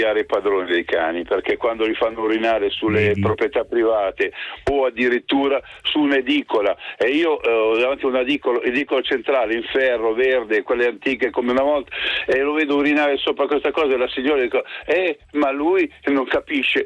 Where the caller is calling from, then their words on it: Sesto Calende, Lombardy, Italy; io sono di Sesto Calende, provincia di Varese